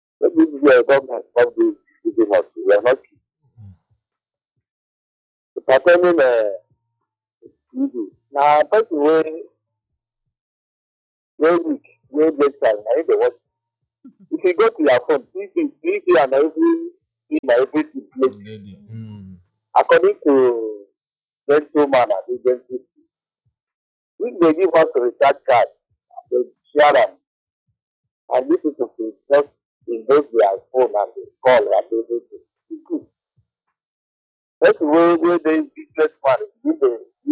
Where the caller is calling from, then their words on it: Imo, Nigeria; I'm from Imo State.